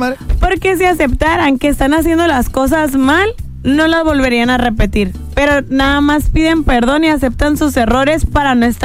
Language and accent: Spanish; Mexico; como mexicanos nos cuesta bastante admitir nuestros errores, como mexicanos